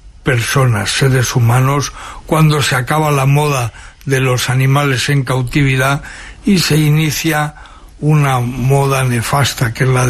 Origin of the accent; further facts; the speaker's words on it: Madrid, Community of Madrid, Spain; Claro, yo lo vi como muchos madrileños lo vieron, ¿no?